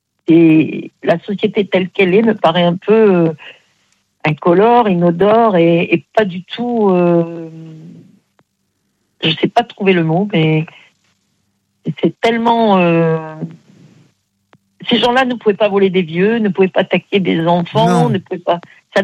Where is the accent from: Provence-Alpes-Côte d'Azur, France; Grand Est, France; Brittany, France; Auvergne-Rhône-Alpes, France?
Provence-Alpes-Côte d'Azur, France; Aix-en-Provence; Bon, moi, je l'ai connu, hein, j'étais d'Aix-en-Provence.